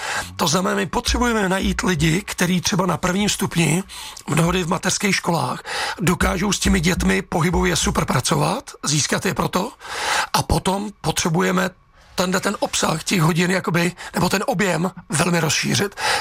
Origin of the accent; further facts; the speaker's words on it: Příbram, Central Bohemian Region, Czechia; já jsem příbramák, jsem z Brd